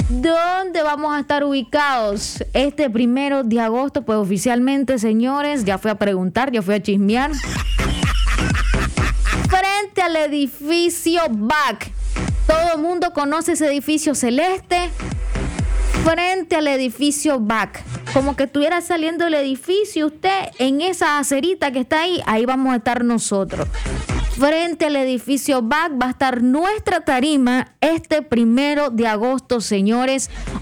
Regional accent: Nicaragua; como buen nica que somos

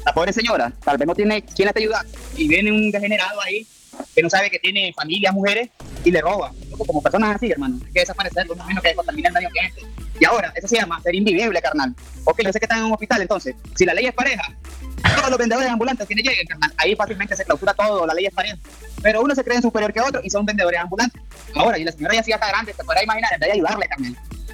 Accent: Nicaragua; ¿Cómo somos nosotros los nicaragüenses, verdad?

